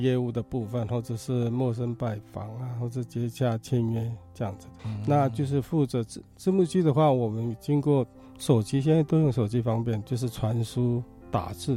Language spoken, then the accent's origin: Chinese; Taiwan; 我们原住民